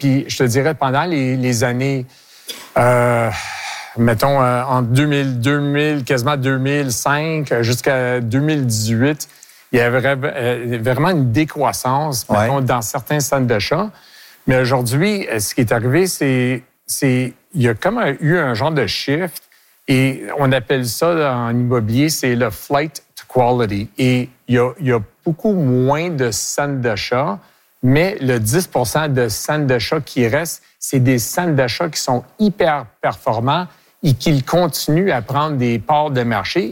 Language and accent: French; Quebec, Canada; Écoute, je suis fier québécois. Mais j'étais né ici. Mes parents ont été nés ici. Mes grands-parents ont été nés ici.